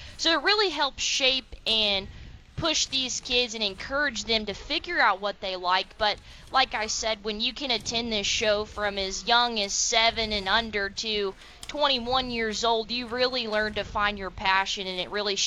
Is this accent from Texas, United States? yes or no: yes; Hempstead, Texas, United States; I'm originally from Hempstead, Texas, so that's kind of towards the southeast region.